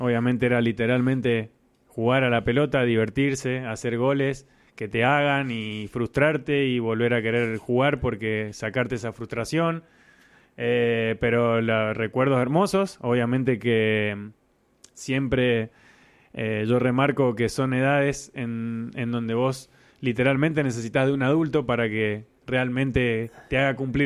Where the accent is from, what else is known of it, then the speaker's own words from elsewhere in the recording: Rodeo del Medio, Mendoza, Argentina; como hacía yo cuando era chiquito, en Rodeo del Medio, en mi barrio